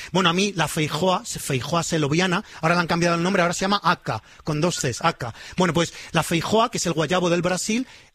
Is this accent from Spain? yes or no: yes; Valencian Community, Spain